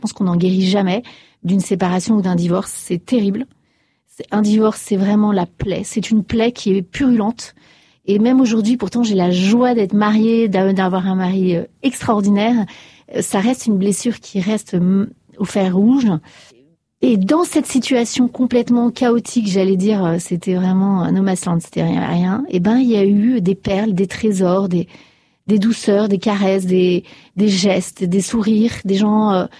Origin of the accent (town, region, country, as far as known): Paris, Île-de-France, France